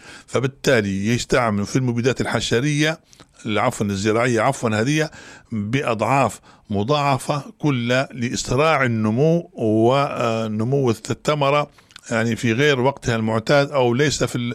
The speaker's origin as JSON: {"language": "Arabic", "country": "Libya", "said": "وأنتم نعرفوا وإحنا كنا كليبيين نعرفوا استنزاف الأرض"}